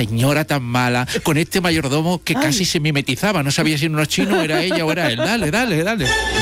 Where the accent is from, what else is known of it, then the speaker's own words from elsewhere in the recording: Andalusia, Spain; porque en mi pueblo, en Cádiz, entraba lava, derretía por las ventanas, un calor tremendo